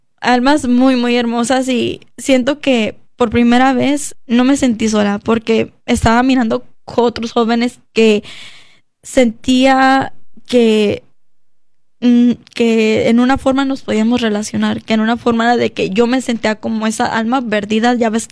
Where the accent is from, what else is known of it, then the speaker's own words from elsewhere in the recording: United States; de una presencia con personas que yo crecí aquí en Estados Unidos, en la iglesia